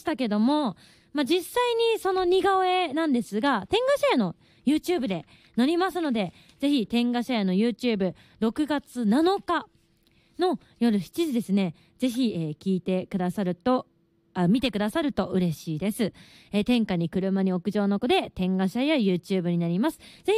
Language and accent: Japanese; Tokyo, Japan; 江東区生まれ江東区育ちの須藤元気さん、まあ、私とね出身が一緒なんですけども、